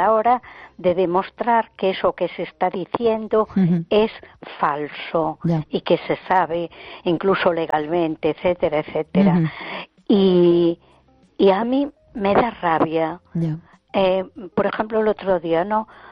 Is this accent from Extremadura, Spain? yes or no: no; A Coruña, Galicia, Spain